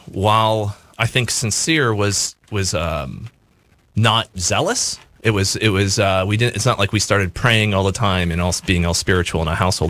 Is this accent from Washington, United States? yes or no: yes; Washington, United States; born there; also born or lived in California; I grew up on the West Coast, California and Washington State, mostly in Washington. And I'm a convert.